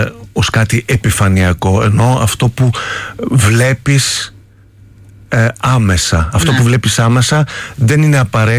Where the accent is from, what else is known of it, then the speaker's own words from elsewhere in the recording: Greece; now in France; Ναι, είμαι ο Έλληνας, αλλά με έχει αγκαλιάσει η γαλλική κουλτούρα, δε, και η γαλλική κοινωνία.